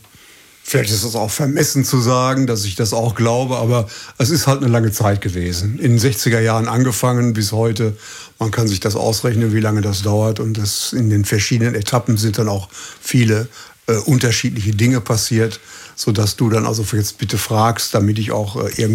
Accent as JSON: {"language": "German", "town": "Schalksmühle", "region": "North Rhine-Westphalia", "country": "Germany", "said": "Das war noch in den Schulzeiten, wo wir also dann im Volmetal, wo ich herkomme, aus Schalksmühle, dann also eine berühmte Band wurden, so mit 15, 16."}